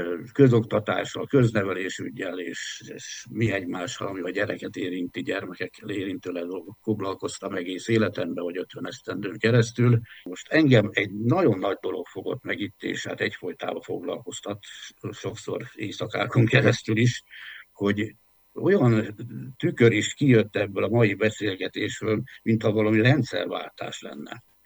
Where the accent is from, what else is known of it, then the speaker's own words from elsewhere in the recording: Southern Slovakia, Slovakia; jelenleg is a Benes dekrétumok alatti büntető hatás alatt állok, mert felvidéki magyar vagyok, onnan származom